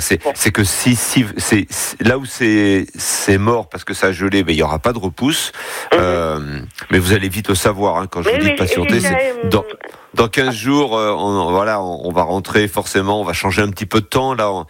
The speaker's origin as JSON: {"language": "French", "region": "Auvergne-Rhône-Alpes", "country": "France", "said": "chez nous en Drôme Ardèche."}